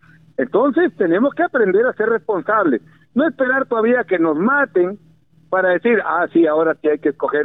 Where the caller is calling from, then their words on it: Olmos, Lambayeque, Peru; poderme dirigir a mi pueblo de Olmos